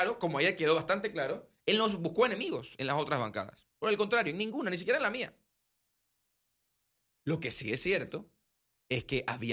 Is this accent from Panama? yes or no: yes; Panama